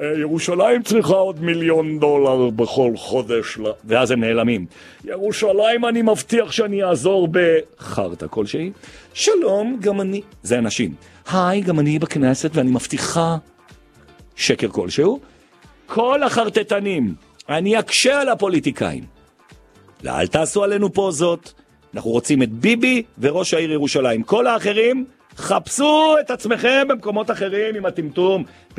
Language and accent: Hebrew; Jerusalem, Jerusalem District, Israel; א', כי אני ירושלמי, ב', אני מרגיש 30 ומשהו שנה כשופר של העיר ירושלים